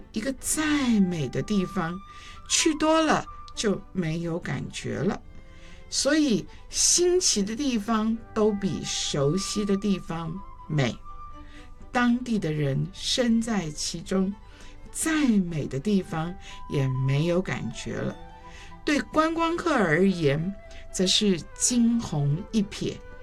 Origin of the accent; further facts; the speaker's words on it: Shanghai, China; 我是上海人，上海人是农农农